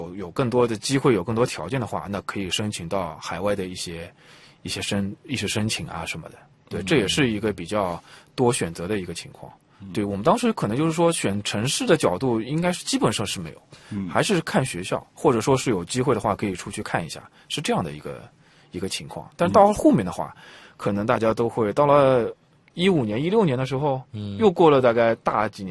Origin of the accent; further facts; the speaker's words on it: Shanghai, China; 因为我是出生在上海的，上海本地的